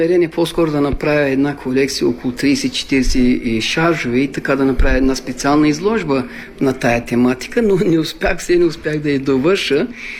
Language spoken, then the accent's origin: Bulgarian; Aytos, Burgas Province, Bulgaria; moved away as an adult; also born or lived in Boyna, Kardzhali Province / Sliven; now in Bursa, Turkey; И аз съм израснал в Айтос и всички ми спомени за България са покрай Айтос. Затова аз използвам